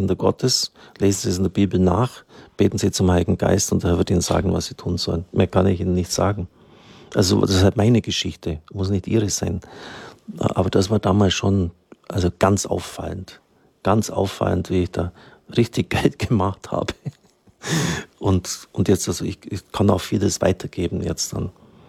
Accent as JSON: {"language": "German", "region": "Baden-Württemberg", "country": "Germany", "said": "ich bin ja auch ein Schwabe"}